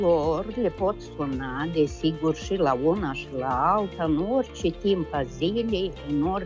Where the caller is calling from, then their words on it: Hîrtopul Mare, Criuleni District, Moldova; Din Hârtopul Mare.